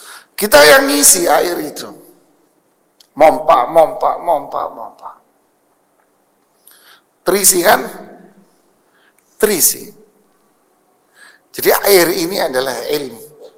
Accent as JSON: {"language": "Indonesian", "town": "Bangil", "region": "East Java", "country": "Indonesia", "tie": "born or raised there", "said": "Saya tahu masih kecil dulu di Bangil. Ya, saya orang Bangil, Mas."}